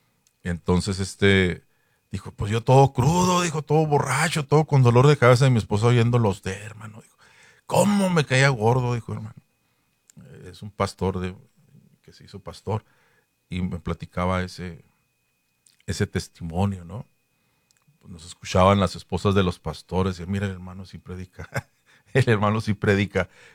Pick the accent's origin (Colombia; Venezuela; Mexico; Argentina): Mexico; Ciudad Juárez, Chihuahua; Tú ni siquiera eres de Chihuahua, le dije. Ni siquiera menos de Juárez, le dije. Y yo que soy de Juárez, ¿me quieres prohibir entrar a Juárez nomás?